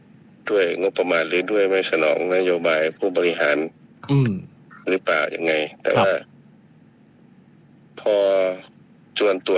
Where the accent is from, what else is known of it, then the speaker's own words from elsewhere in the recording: Isan, Thailand; เพราะผมนี่เป็นคนอีสาน